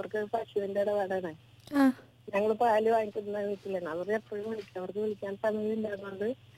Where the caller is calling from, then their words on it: Kochi, Kerala, India; പുതുക്കല വട്ടം, വളമക്കര.